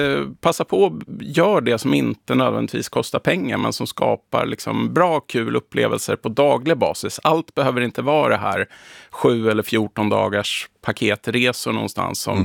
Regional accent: Stockholm, Stockholm County, Sweden; som stockholmare

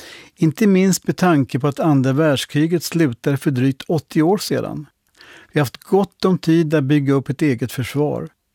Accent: Sweden; Jag är svensk och europe.

